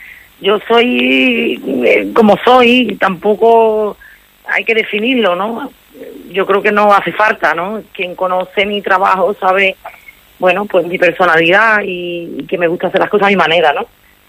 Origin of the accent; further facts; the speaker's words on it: Sanlúcar de Barrameda, Andalusia, Spain; moved away as an adult; also born or lived in Madrid; estoy muy feliz de estar en mi tierra